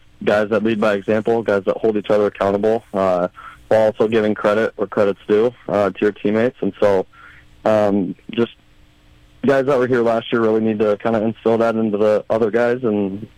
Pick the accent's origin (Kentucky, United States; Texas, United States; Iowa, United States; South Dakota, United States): South Dakota, United States; Sioux Falls; it kind of meant more coming back to Sioux Falls, playing in the Clark Cup Final against USHL team in my home state